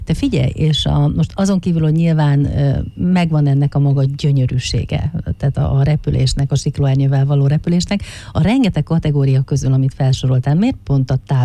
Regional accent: Paks, Tolna, Hungary; hihetetlenül büszkék vagyunk így paksiként rád

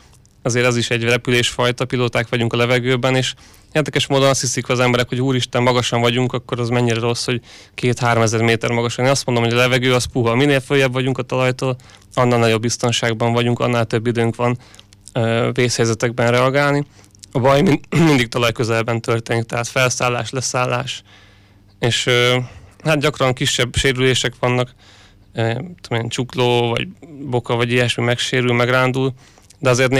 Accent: Hungary; Hát szerintem magyarként átrepülni a Balatont, az mindig óriási élmény.

